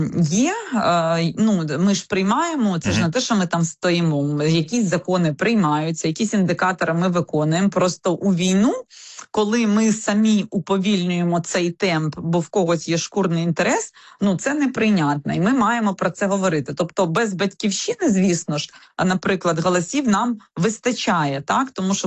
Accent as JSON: {"language": "Ukrainian", "region": "Kyiv Oblast", "country": "Ukraine", "said": "я сама з Київщини"}